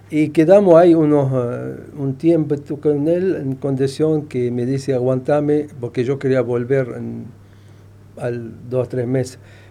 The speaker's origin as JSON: {"language": "Spanish", "town": "Jableh", "region": "Latakia Governorate", "country": "Syria", "tie": "born or raised there", "second_language": "Spanish", "moved": "as an adult", "lives_now": "Catamarca, Argentina", "said": "mi ciudad natal se llama Yable, es una ciudad sobre el mar Mediterráneo, una ciudad lleva mucho años, en la época de los fenicios. En la ciudad que nací yo, tienen mucha historia ahí"}